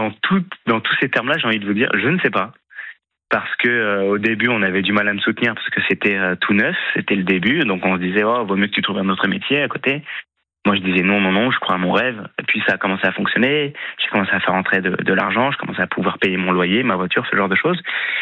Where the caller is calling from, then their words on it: Choisy-le-Roi, Île-de-France, France; J'appelle du 94 de Choisy-le-Roi.